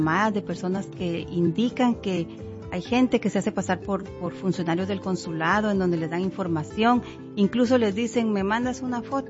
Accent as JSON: {"language": "Spanish", "country": "Guatemala", "moved": "yes"}